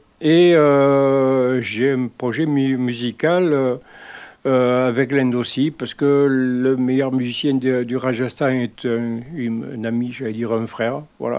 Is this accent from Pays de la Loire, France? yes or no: no; Barjac, Occitanie, France; Je suis donc typiquement local. Je suis né à Barjac, dans le Gard, dans le château de Barjac. Papa était directeur de l'école qui était dans le château.